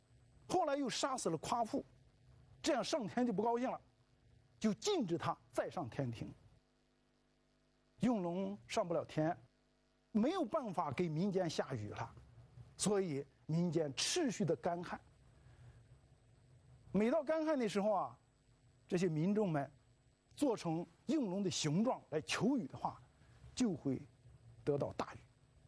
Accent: China; 我们中国人

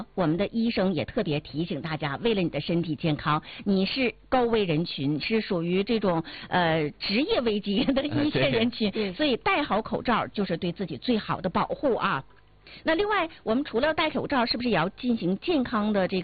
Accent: Northeast China, China; 别像我们东北人愿意吃一些烧烤

